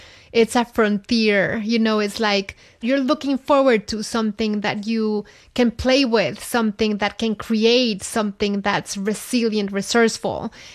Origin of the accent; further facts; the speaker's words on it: central Mexico, Mexico; Growing up in Central Mexico, the salsa verde, which is something we absolutely love.